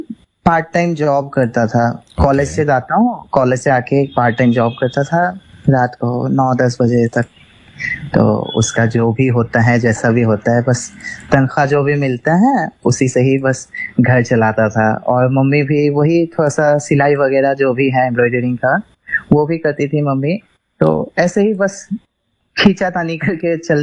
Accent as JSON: {"language": "Hindi", "town": "Jorhat", "region": "Assam", "country": "India", "said": "मैं जोरहाट से हूँ।"}